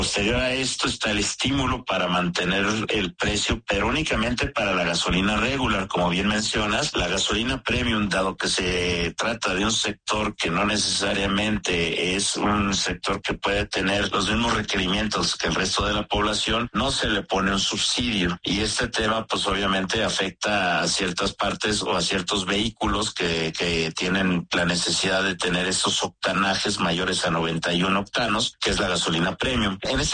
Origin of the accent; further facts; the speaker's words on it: Mexico; todos como mexicanos terminamos pagando